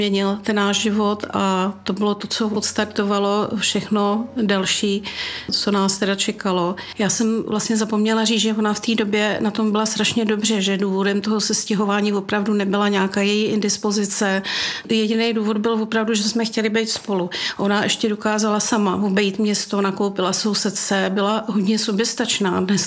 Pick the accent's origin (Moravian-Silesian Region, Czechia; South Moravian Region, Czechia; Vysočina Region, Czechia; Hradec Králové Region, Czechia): Hradec Králové Region, Czechia; Jičín; born there; Vrátila jsem se do svého rodného Jičína, do svého rodného města, ale důvodem bylo především to, že tady žila ta moje babička